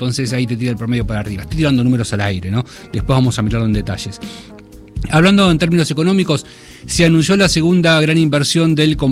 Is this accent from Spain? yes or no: no; Bahía Blanca, Buenos Aires Province, Argentina; bien por Bahía, mi ciudad natal.